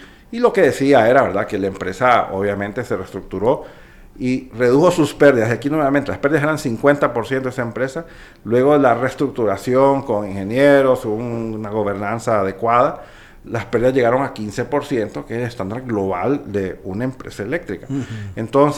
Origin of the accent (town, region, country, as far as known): Honduras